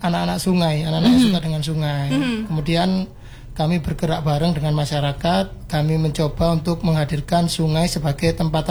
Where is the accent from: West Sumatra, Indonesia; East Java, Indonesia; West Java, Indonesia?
East Java, Indonesia